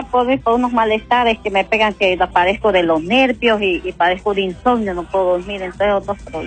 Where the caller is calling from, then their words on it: Siguatepeque, Comayagua, Honduras; de Siguatepeque, pastor.